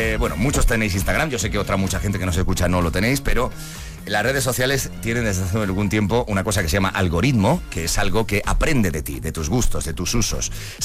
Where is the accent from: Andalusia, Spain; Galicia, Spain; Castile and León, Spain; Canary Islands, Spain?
Galicia, Spain; Santiago de Compostela; moved away; Ayer en mi tierra, en Santiago